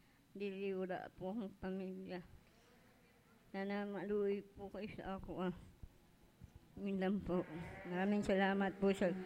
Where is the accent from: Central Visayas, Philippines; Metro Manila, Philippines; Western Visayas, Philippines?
Metro Manila, Philippines; Manila; moved away as an adult; ako taga dire, ako taga Maynila.